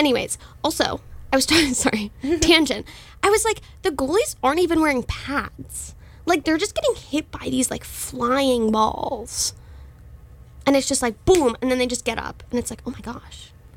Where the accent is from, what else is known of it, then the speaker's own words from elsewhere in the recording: Vancouver, British Columbia, Canada; moved away; I'm from Vancouver.